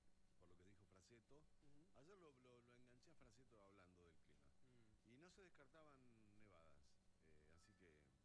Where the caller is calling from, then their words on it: Las Lajas, Neuquén, Argentina; de Las Lajas, que siempre nos manda. Por acá calmo con un poquito, pero pinta de seguir la lluvia